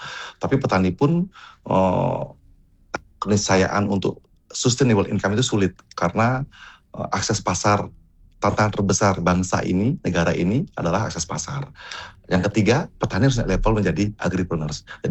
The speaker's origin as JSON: {"language": "Indonesian", "region": "Bali", "country": "Indonesia", "tie": "born there", "said": "kita lahir di Bali"}